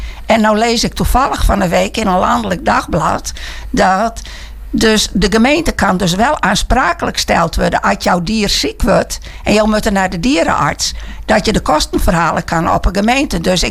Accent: Harlingen, Friesland, Netherlands; accent: Harlingers; ik ben een Harlinger en ik blijf een Harlinger en ik praat Harlingers.

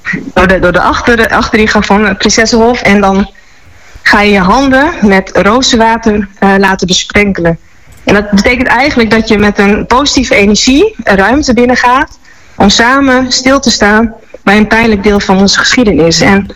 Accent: Friesland, Netherlands; also born or lived in Amsterdam / Dokkum / Heerenveen; Ik ben Fries. Mijn vader is wit Fries. Mijn moeder is zwart Surinaams. Ik ben geboren in Amsterdam. Maar sinds mijn eerste levensjaar woonachtig in Friesland. Van Dokkum tot Heerenveen.

